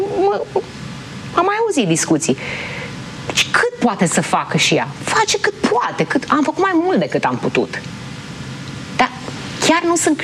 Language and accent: Romanian; Romania; Sunt o româncă, îmi iubesc țara asta și muncesc pentru ea.